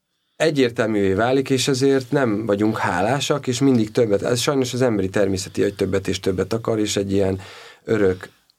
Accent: Hungary; én magyar vagyok

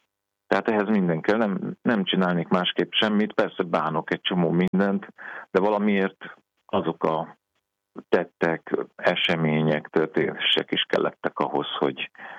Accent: Hungary; én elsősorban ember vagyok, magyar vagyok, apa vagyok

